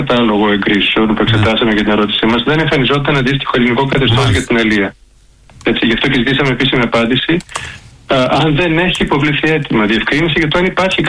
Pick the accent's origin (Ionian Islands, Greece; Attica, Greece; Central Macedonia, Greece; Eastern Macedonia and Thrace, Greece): Central Macedonia, Greece; Thessaloniki; εγώ που κατάγομαι από τη Θεσσαλονίκη, γεννήθηκε και μεγάλωσα εκεί